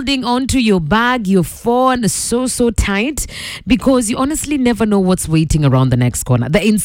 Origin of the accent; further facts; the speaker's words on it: Nairobi, Kenya; And, you know, these days, being a Kenyan, especially being a Nairobian